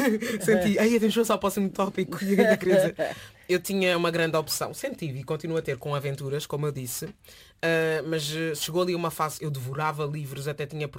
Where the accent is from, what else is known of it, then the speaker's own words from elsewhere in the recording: Lisbon, Portugal; Principalmente sendo lisboeta, e isto não acontecia.